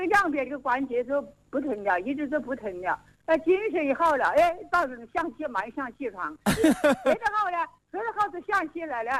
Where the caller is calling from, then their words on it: Wuhan, Hubei, China; 我是东西湖的